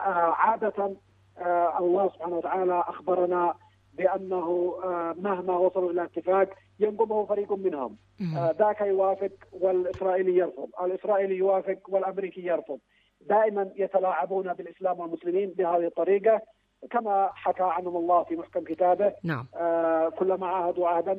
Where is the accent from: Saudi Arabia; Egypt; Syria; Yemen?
Yemen; نحن كمحللين يمنيين